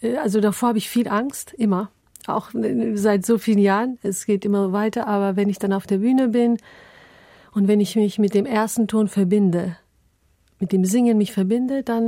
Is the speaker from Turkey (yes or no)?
yes; Istanbul, Turkey; moved away; weil ich auch in Istanbul aufgewachsen bin, in einem Viertel, wo man auch dieses anatolische Seele hören kann, wo alle Menschen, die aus Anatolien nach Istanbul umgezogen sind, zusammenleben.